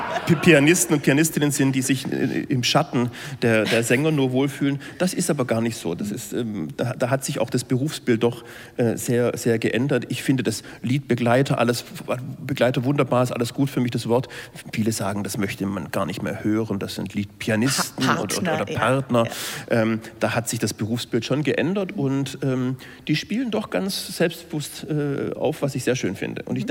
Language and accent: German; Stuttgart, Baden-Württemberg, Germany; born there; ich bin auch so aufgewachsen. Ich bin bei den … groß geworden